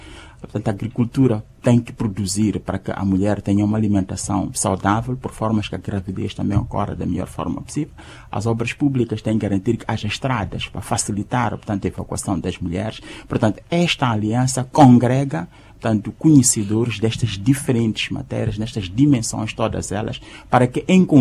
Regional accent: Mozambique; nós somos moçambicanos

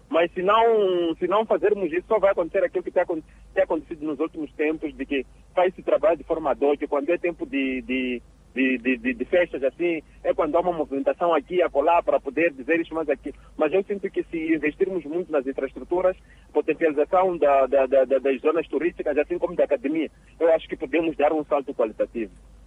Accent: Jangamo, Inhambane, Mozambique; eu sou de Jangão. Estando, por exemplo, da Vila Sede de Jangão para chegar em Paindan, para chegar em Ligogo, as vias de acesso não estão boas.

